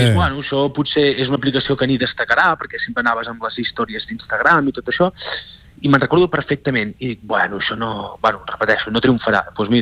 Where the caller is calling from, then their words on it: Girona, Catalonia, Spain